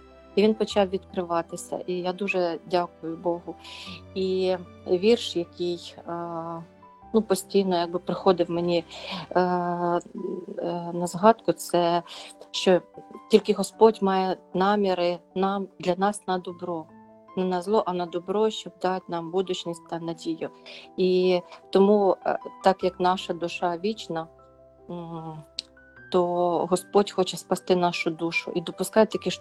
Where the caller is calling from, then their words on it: Norway; я з Норвегії.